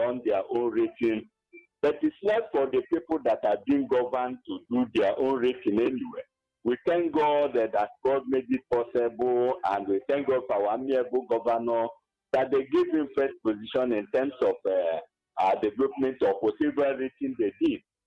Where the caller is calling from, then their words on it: Enugu State, Nigeria; I'm calling from Albany, Kenugu.